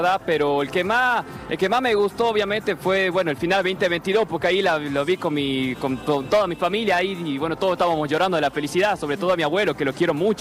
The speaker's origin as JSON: {"language": "Spanish", "town": "Pozo del Tigre", "region": "Formosa", "country": "Argentina", "said": "Yo soy del Pozo del Tigre."}